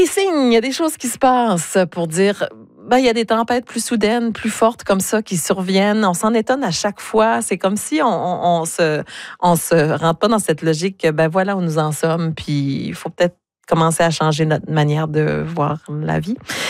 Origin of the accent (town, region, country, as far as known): Burnsville, New Brunswick, Canada; born or raised there